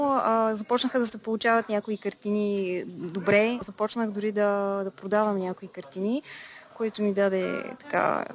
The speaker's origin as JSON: {"language": "Bulgarian", "town": "Blagoevgrad", "region": "Blagoevgrad Province", "country": "Bulgaria", "tie": "born or raised there", "also_born_or_lived": "Maine, United States", "moved": "as an adult", "said": "Родена съм в Благоевград и тук съм учила в езиковата гимназия. След това учих и рисуване в Щатите, в университета в Мейн, но се завърнах в България"}